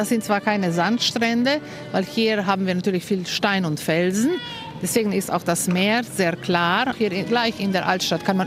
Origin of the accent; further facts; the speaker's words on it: Slovenia; German is a second language; Und wir, ich bin Slowenin, lernen von der ersten Klasse an Italienisch und die Italiener natürlich auch Slowenisch.